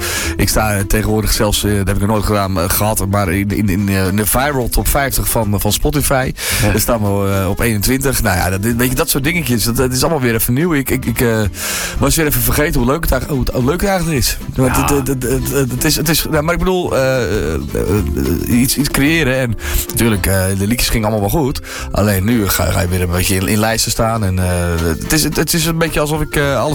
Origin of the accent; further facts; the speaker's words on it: North Holland, Netherlands; Ik kom uit Noord-Holland, de kop van Noord-Holland. Dat noemen, in die regio noemen we dat West-Friesland.